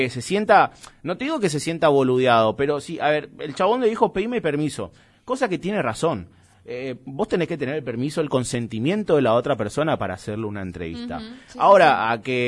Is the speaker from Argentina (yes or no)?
yes; Argentina; así somos los argentinos, ¿no?